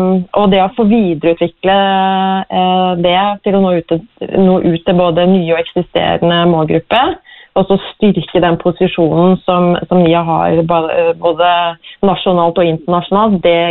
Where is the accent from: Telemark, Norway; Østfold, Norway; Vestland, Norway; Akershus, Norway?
Telemark, Norway; Kragerø; Så jeg kommer jo fra Kragerø, som sommerby, men det da ingenting som slår sommer i Tinn heller.